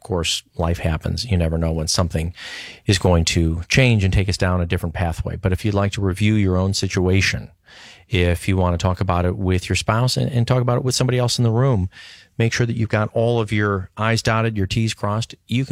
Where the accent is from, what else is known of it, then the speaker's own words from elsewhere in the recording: Chicago, Illinois, United States; I was born and raised in Chicago, so I've been a Blackhawks fan.